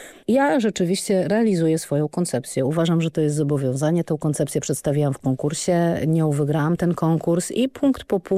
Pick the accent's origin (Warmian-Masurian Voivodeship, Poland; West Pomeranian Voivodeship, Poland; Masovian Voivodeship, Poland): Warmian-Masurian Voivodeship, Poland; Olsztyn; jestem olsztynianką, więc jest to bliskie miejsce memu sercu